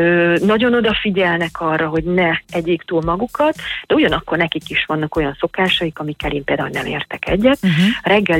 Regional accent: Hungary; Tehát, hogyha én magyarként így kezdeném a reggelit, és úgy folytatnám, ahogy Magyarországon megszoktam

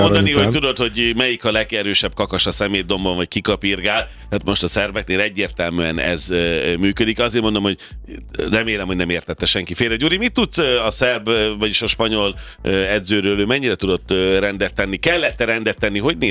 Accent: Hungary; vagy mi magyarok vagyunk az egyik legboldogabbak

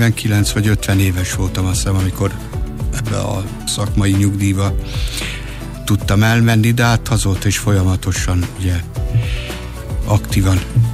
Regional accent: Zalaegerszeg, Zala, Hungary; also born or lived in Győr; Úgy bandikám, hogy akkor már ugye Zalaegerszegen laktunk, egyébként Győrbe születtem, de ott laktunk akkor már Zalaegerszegen, olyan 8-9 éves volt

